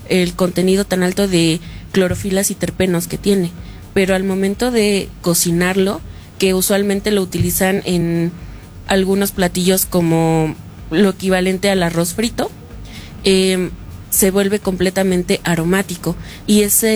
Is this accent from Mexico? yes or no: yes; Mexico; Nosotros como mexicanos a veces llegamos a ser un tanto soberbios